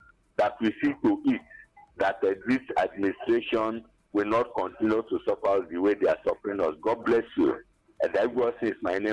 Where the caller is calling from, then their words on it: Enugu, Enugu State, Nigeria; I'm calling from Abapanike, Enugu.